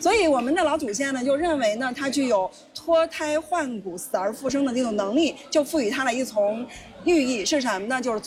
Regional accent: Henan, China; 用我们河南话，

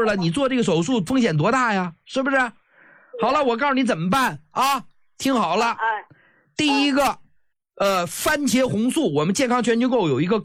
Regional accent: China; 我们中国人早就不缺钙

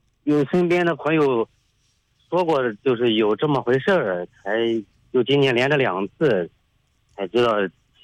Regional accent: Wenxian, Henan, China; 我就本地的。

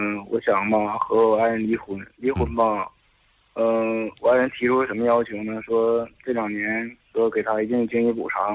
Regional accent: Heishan, Liaoning, China; 因为咱家老家黑山那边的，

